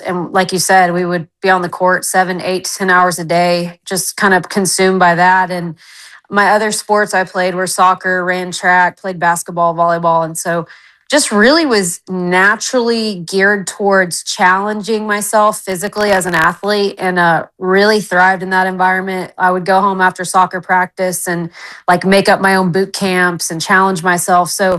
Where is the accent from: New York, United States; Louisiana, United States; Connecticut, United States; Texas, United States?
Texas, United States; we're from West Texas, so we went to football games.